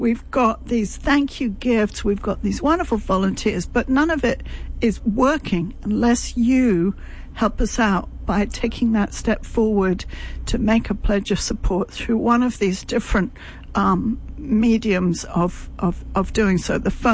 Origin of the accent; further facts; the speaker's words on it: London, United Kingdom; So I just got back from London, my hometown.